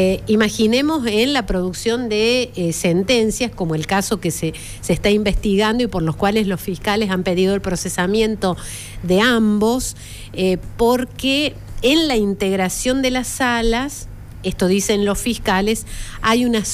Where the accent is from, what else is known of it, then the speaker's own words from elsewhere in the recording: La Rioja, Argentina; accent: riojana tonada; riojana, pero no se me va la tonada.